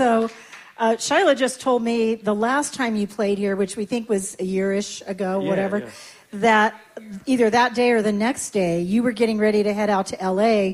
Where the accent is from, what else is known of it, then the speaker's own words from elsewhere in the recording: Los Angeles, California, United States; now in Nashville, United States; My hometown.